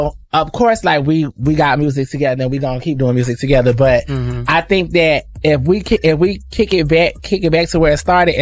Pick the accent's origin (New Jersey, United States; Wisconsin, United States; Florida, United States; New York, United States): Florida, United States; it reminded me of growing up in Florida, though. Like, even being, that's when I was a little boy.